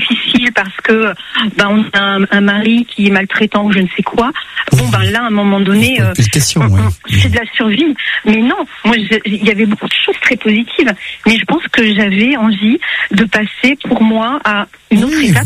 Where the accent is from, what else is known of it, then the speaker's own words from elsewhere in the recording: Grand Est, France; Moi, je suis originaire d'Alsace, mais c'est un département qui a vraiment sa couleur, sa typicité, qui est très beau.